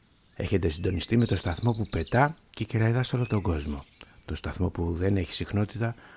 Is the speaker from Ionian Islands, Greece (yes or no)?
no; Peristeri, Attica, Greece; από το Περιστέρι